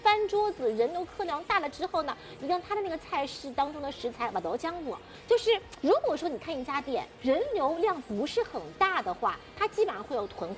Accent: Shanghai, China; 因为我也是土生土长的上海人

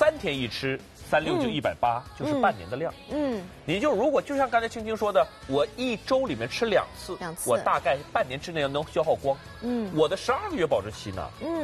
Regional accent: northern China, China; now in Shanghai, China; 我们终究是从北方来的，亲戚朋友不多

